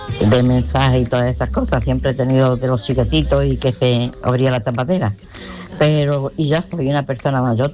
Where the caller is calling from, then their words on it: Alcalá, Spain; de Alcalá